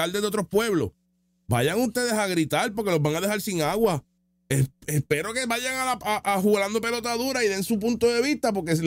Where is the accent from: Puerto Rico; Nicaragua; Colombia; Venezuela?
Puerto Rico; San Juan; Y eso que yo soy de San Juan